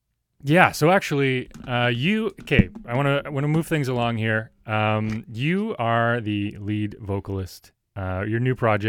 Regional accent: Saskatoon, Saskatchewan, Canada; Before that, some … from my hometown of Saskatoon, Saskatchewan.

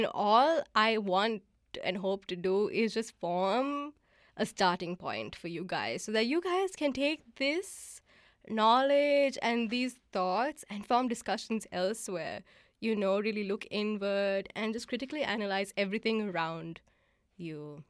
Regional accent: Sri Lanka; I'm from Sri Lanka, so we don't actually do land acknowledgements, but I hope this makes you think about your history as a Sri Lankan person, for instance.

